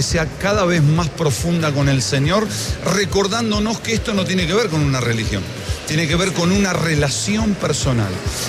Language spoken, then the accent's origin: Spanish; Argentina; Vengo de Argentina, ustedes lo saben.